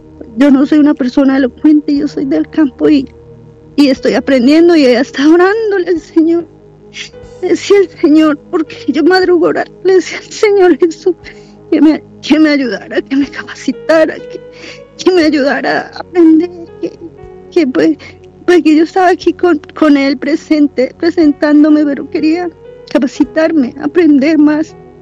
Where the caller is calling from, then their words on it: El Pital, Huila, Colombia; Me despido de acá, de la vereda Minas, del municipio del Pital, del Huila.